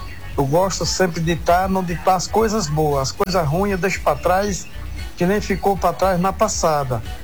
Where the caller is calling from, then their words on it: Brazil; sou daqui da Pedra.